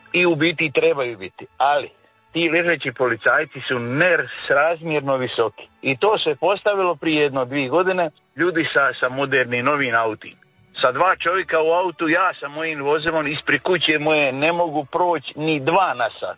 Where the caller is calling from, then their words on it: Vrgorac, Split-Dalmatia County, Croatia; Zovem iz općine Vrgorac. Mjesto se zove Milošići, znači najjužnije naselje u općini Vrgorac.